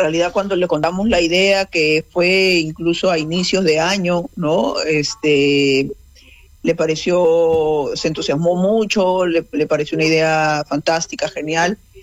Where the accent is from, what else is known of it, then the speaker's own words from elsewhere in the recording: Lima, Peru; nosotros funcionamos acá en Lima, somos de Lima